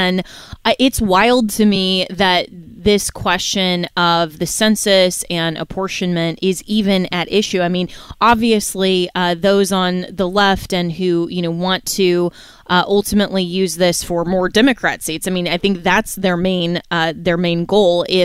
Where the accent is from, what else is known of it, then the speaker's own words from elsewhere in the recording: Florida, United States; my home state, Florida's AG, James Uthmeyer.